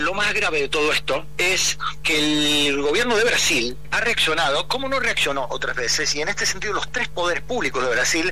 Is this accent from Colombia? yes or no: no; Argentina; La verdad es que como argentino